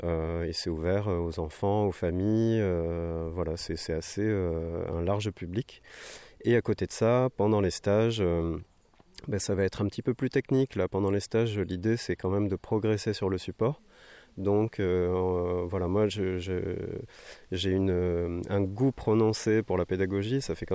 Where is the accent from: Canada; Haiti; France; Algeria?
France; Overseas France; Je suis originaire de l'Outre-mer et voilà.